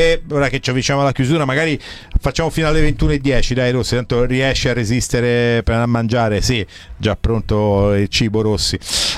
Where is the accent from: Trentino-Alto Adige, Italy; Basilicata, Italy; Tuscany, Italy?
Tuscany, Italy; Livorno; anch'io sono di Livorno, mai, cioè, lo dico sempre, ho simpatia per la mia squadra della città